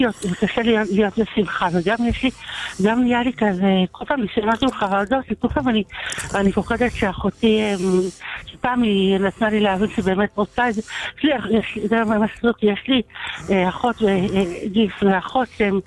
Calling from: Jerusalem, Jerusalem District, Israel; בירושלים.

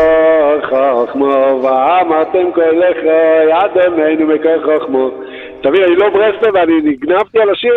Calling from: Beit Shemesh, Jerusalem District, Israel; אני בבית שמש.

